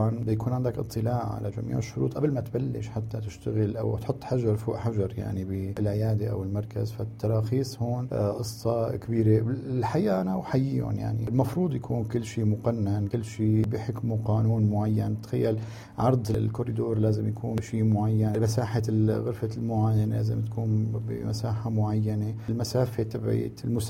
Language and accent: Arabic; Syria; وهذا الشيء الحقيقة أتمنى أنه يصير موجود عندنا بسوريا.